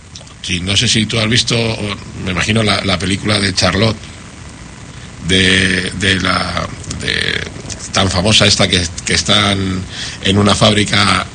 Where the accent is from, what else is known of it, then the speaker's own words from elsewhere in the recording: Spain; vengo de España que nosotros potenciamos mucho ese tipo de turismo.